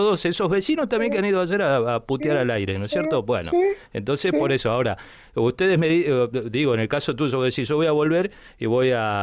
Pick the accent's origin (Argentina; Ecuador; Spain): Argentina; yo soy un argentino más de los que se levanta honradamente a laburar.